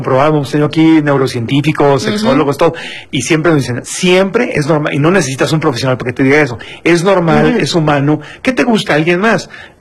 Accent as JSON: {"language": "Spanish", "region": "Puebla", "country": "Mexico", "moved": "yes", "said": "¿por qué como, me salí de Puebla?"}